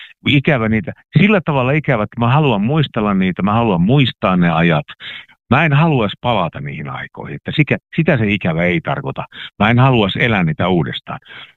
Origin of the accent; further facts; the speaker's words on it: Oulu, North Ostrobothnia, Finland; accent: North Ostrobothnian dialect; also born or lived in Raahe; Mä oon syntynyt Raahessa ja kasvanut Pohjois-Pohjanmaalla ja Oulussa ja mummalla on ollut ihan niin lumivettässä, jossa puhutaan niin kuin just sillä tavalla, kun Pohjois-Pohjanmaalla puhutaan.